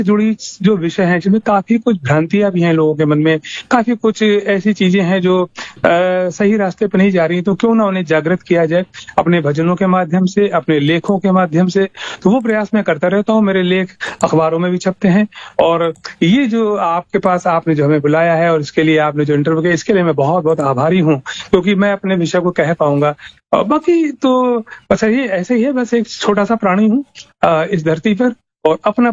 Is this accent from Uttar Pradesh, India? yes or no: yes; Kanpur, Uttar Pradesh, India; मैं कानपुर शहर का निवासी हूं